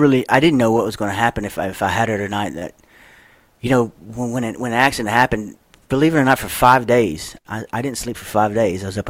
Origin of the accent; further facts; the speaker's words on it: Louisiana, United States; When I grew up in here in South, down here in Louisiana, where I'm from, I grew up in trailers all my life.